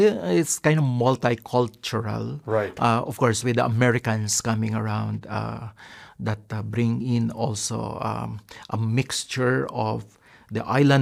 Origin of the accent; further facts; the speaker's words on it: Philippines; born there; I was born in the Philippines, and I was a seminarian of the Military Ordinariate of the Philippines.